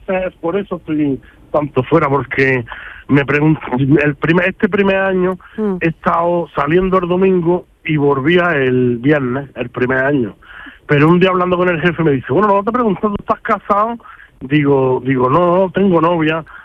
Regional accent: Chimeneas, Andalusia, Spain; Sí, Granada capital, mi pueblo Chimenea, las mejores fiestas de Navidad del pueblo

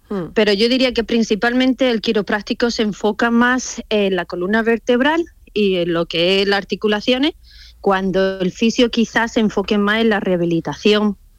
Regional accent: Málaga, Andalusia, Spain; moved away as an adult; now in Wales, United Kingdom; Yo soy de Málaga.

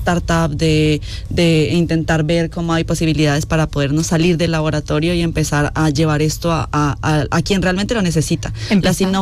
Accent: Colombia; moved away; Yo en Colombia había tenido la oportunidad de trabajar, que yo soy colombiana

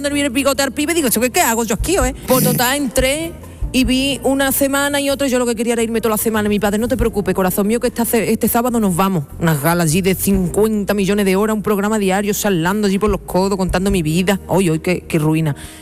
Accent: Jerez de la Frontera, Andalusia, Spain; born there; Claro, porque nací en Jerez.

